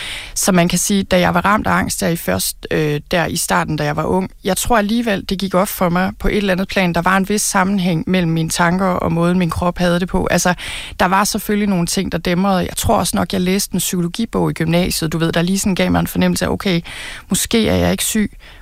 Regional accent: Thy, North Denmark Region, Denmark; jeg voksede op i Thy

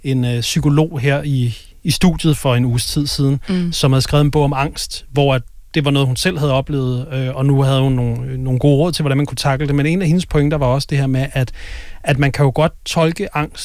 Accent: Zealand, Denmark; moved away as an adult; also born or lived in Aarhus; now in Copenhagen, Denmark; jeg er fra en lille by ude ved Næstved, og jeg flyttede til Aarhus også for at studere, og så flyttede jeg til København efterfølgende.

